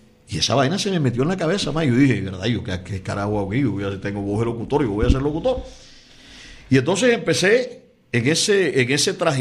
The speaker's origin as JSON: {"language": "Spanish", "town": "Barranquilla", "region": "Atlántico", "country": "Colombia", "tie": "born or raised there", "said": "Y yo estudié en los colegios públicos de Barranquilla. Mi primaria fue en la escuela 34 para varones. Mi bachillerato fue en el INEM Miguel Antonio Caro, allá en la calle 30."}